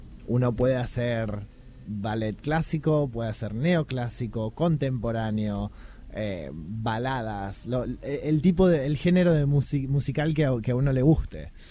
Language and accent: Spanish; San Jerónimo Norte, Santa Fe, Argentina; moved away; Bueno, en mi caso hay autos que vienen de mi pueblo. Yo soy de San Jerónimo Norte, un pueblo en Santa Fe.